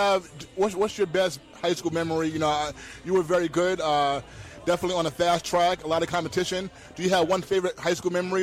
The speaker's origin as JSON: {"language": "English", "region": "the South", "country": "United States", "tie": "born or raised there", "said": "Growing up in the South, I'm a Giants fan."}